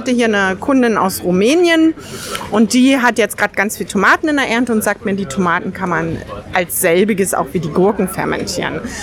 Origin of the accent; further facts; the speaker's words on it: Cottbus, Brandenburg, Germany; born there; ich stamme gebürtig aus Cottbus, das ist ganz in der Nähe vom Spreewald, wollte mir dann gerne ein Grundstück hier im Hotspot leisten. Da hatte ich das Geld schlichtweg nicht und habe mir einen Bauernhof sozusagen im Randspreewald gegönnt.